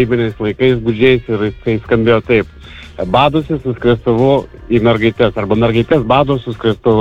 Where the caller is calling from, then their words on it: Kaunas, Kaunas County, Lithuania; esu iš Kauno.